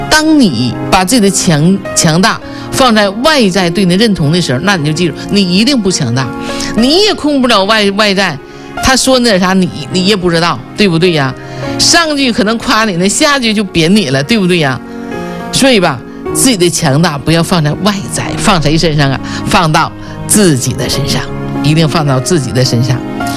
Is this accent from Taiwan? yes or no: no; Northeast China, China; 这个膈应应该是我们东北人的哈，东北人的一个是不是方言呢？